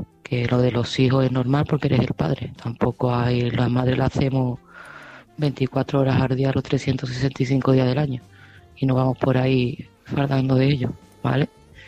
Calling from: Seville, Andalusia, Spain; de Sevilla y este mensaje va para Luis.

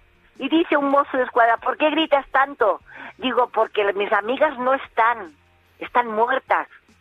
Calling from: Vilafranca del Penedès, Catalonia, Spain; Yo me fui a la Cruz Roja de Villafranca, de mi pueblo

